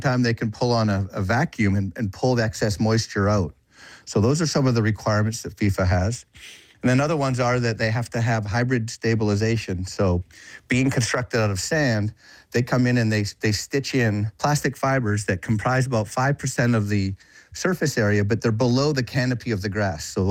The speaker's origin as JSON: {"language": "English", "country": "Canada", "said": "I'm an avid fan, and I'm a Canadian, so I'll be cheering for several teams"}